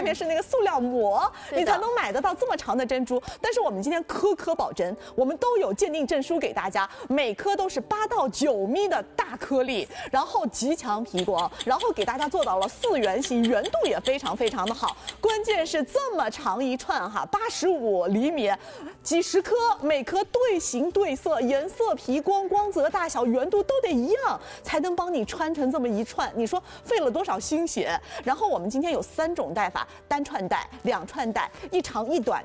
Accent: Shanghai, China; 我们上海人特别喜欢看的新闻方

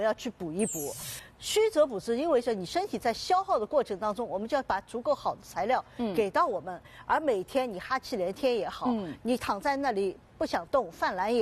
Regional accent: China; 所以整个这个甜品就是我们中国人的那个下午茶甜品

